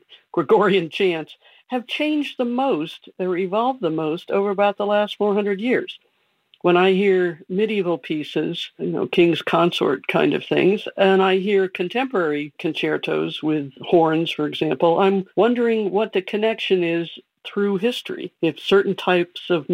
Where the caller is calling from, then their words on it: Scotch Plains, New Jersey, United States; I'm from Scotch Plains, New Jersey.